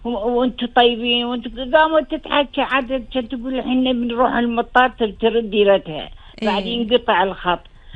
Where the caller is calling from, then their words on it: Kuwait; يحفظ ديرتنا إن شاء الله.